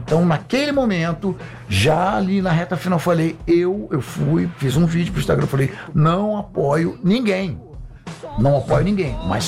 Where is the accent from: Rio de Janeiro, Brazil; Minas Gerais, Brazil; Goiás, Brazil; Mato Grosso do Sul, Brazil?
Rio de Janeiro, Brazil; Eu sou carioca, eu sou carioca.